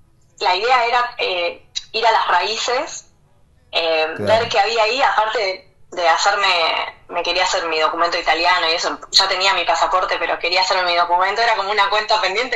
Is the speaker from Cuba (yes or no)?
no; Buenos Aires, Argentina; now in Porto de Galinhas, Brazil; Buenos Aires, que es de donde yo soy